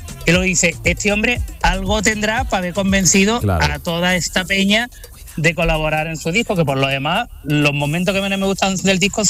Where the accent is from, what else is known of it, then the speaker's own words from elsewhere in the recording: Andalusia, Spain; Fernando y yo somos los únicos andaluces que no sabemos ni una canción